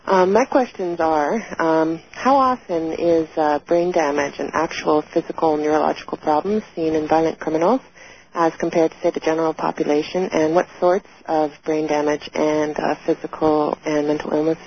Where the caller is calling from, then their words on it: Canada; I'm also calling from Canada